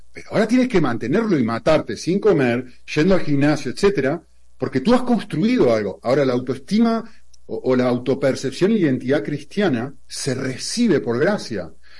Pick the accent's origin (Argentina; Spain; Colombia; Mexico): Argentina; born there; Yo nací en un contexto de una determinada, en un contexto social determinado en Argentina.